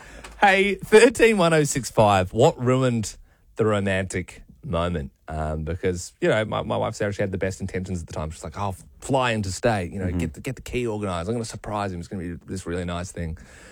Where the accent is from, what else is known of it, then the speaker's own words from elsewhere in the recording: Adelaide, South Australia, Australia; now in Sydney, Australia; And we're both from Adelaide originally, but so we're doing long distance for the first few months, Sydney to Adelaide.